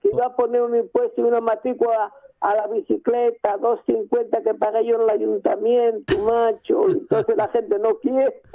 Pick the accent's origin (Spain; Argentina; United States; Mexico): Spain; Asturias; born there; Yo creo que toda la gente que tuvieron aquí, que somos antiguamente no, que nacimos en el Valle del Nalón y lo apreciamos